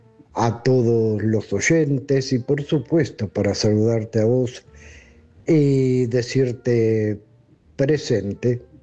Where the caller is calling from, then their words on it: Buenos Aires, Argentina; Acá te habla … de Monte Castro.